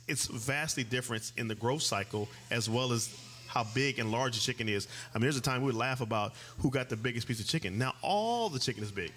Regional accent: Pomona, California, United States; now in Temecula, United States; I am from Pomona, California, but I actually reside in Temecula, California, the newest Southern California winery area.

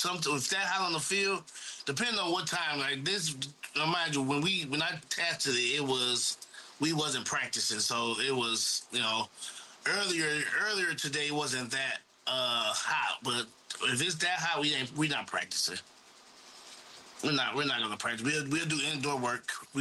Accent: Ohio, United States

